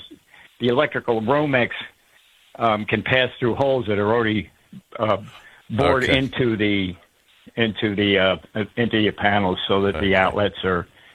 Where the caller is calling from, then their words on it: Montana, United States; I'm calling you from Montana